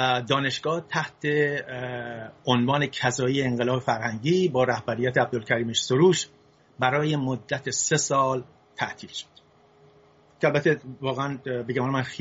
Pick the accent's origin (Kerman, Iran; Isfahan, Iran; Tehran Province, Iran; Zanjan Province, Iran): Isfahan, Iran; also born or lived in Fasa; من تو سال 1337 در شهر فاسا متولد شدم، یکی از شهرهای استان فارس.